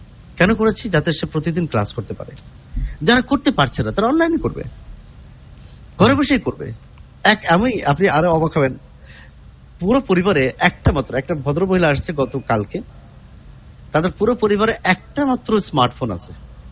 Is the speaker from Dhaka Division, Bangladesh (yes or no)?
no; Kushtia, Khulna Division, Bangladesh; অনেক মানুষ আসতে চায় দূরের থেকে, রংপুর, দিনাজপুর, আমার বাড়ি যেমন কুষ্টিয়া, সিলেট, চট্টগ্রাম, সারা দেশ থেকে আসে।